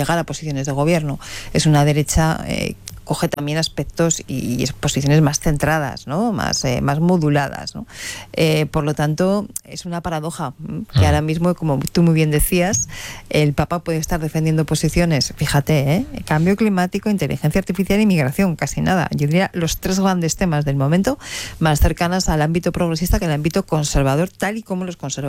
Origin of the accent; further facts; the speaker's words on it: Zaragoza, Aragon, Spain; now in Madrid, Spain; aunque yo ahora vivo en Madrid, soy de Zaragoza, por lo tanto estoy prácticamente en casa.